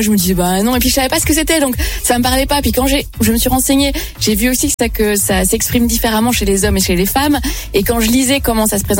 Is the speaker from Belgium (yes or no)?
yes; Belgium; je viens de Belgique